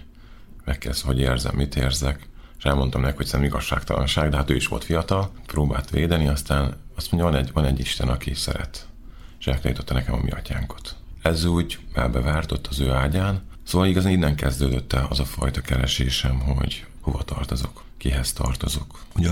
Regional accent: Szentes, Csongrád-Csanád, Hungary; Nem, ez Szentesen volt. Szentesen volt, és tudom, hogy egyik este én nem értem haza 8 órára, csak 10 órára, mert kimaradtam a többiekkel.

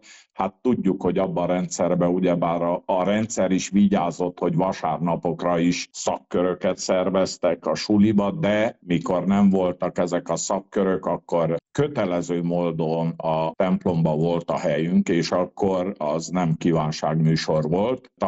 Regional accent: Zentelke, Cluj County, Romania; Kalotaszent király Zentelkén születtem, és már a nagyszülők által természetes a szüleim is vallásos emberek voltak.

